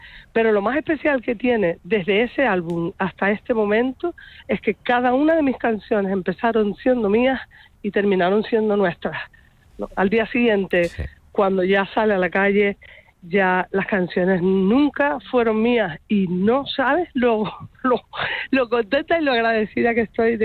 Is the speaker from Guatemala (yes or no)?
no; Arrecife, Canary Islands, Spain; born there; se está terminando de empezar ahora en Arrecife, porque es el sitio donde yo nací, ¿no?